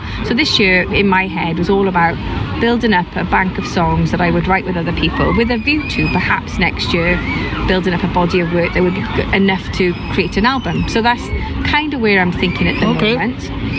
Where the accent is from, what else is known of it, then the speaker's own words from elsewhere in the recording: Wales, United Kingdom; growing up in South Wales